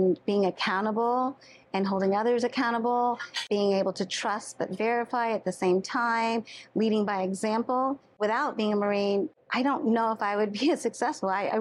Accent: Philippines; Being Filipino is everything to me, and being able to represent great dishes that are so meaningful and bring back so many memories as a child

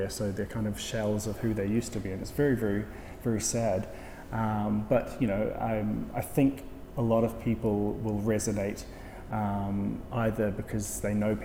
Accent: Philippines; Also, being a Filipino and two Filipino artists and living up to that.

